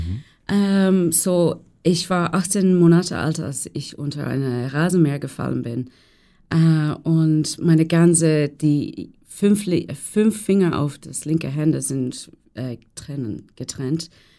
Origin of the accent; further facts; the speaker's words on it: Ireland; German is a second language; Und weil ich komme aus Irland, das Tradition von Rhythm-Gitarre ist ganz, like, sehr... ist sehr rhythmisch, weil wir hatten nicht so viele, you know, wir hatten nicht so viele Platz in Irland